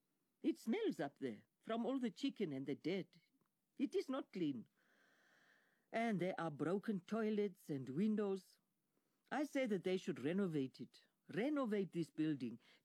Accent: Limpopo, South Africa; In my culture, I come from Venda. The woman always goes to live with the man's family.

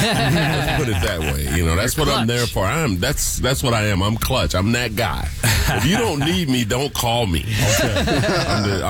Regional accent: Alabama, United States; That's what I call him, because I'm from Alabama.

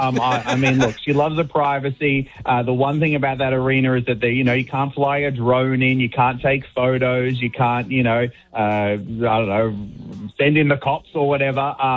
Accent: Australia; accent: Australian; Obviously, you can tell by my accent, I'm Aussie.

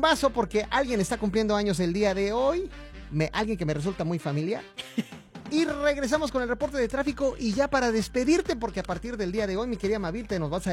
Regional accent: Mexico; now in United States; Y yo crecí, pues tú creciste en México igual que yo

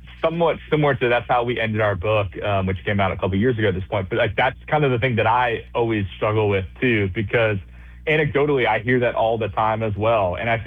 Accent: New Jersey, United States; I'm from Jersey.

